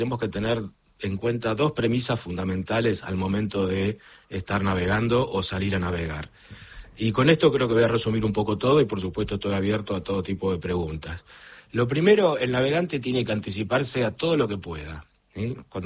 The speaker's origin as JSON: {"language": "Spanish", "country": "Argentina", "also_born_or_lived": "Uruguay", "said": "Bueno, mi licencia es de cuando yo soy argentino, de cuando yo vivía en Uruguay."}